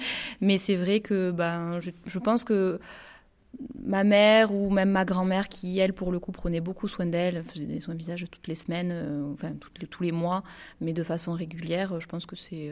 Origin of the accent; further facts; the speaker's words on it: Montpellier, Occitanie, France; Moi je suis roltaise, donc je suis née à Montpellier, j'ai toujours grandi dans le coin, on va dire. Après à Vennes, pourquoi ? Parce que mes parents sont des Hauts-Cantons, donc c'est vrai que j'ai toujours plus ou moins connu le coin.